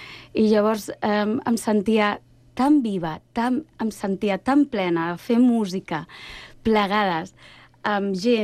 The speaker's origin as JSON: {"language": "Catalan", "town": "Sant Cugat del Vallès", "region": "Catalonia", "country": "Spain", "tie": "born or raised there", "said": "perquè la música ja va vindre des de petita, i aquí a Sant Cugat els pares em van apuntar al cor infantil de juvenil de Sant Cugat"}